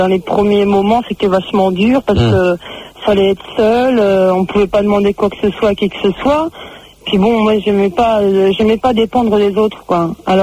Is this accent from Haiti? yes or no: no; Turkey; C'était d'origine, je suis turque